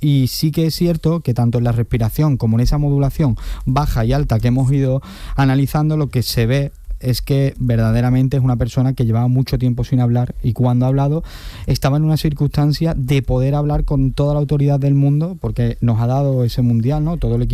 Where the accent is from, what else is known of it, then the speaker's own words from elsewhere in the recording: Spain; Como españoles creo que hemos disfrutado algo, una mijita nada más